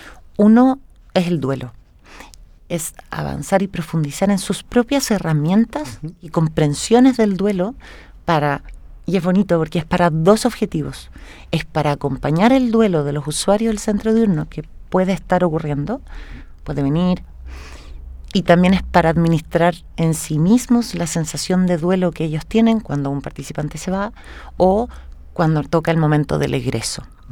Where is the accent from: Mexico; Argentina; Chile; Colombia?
Chile; todos nosotros como chilenos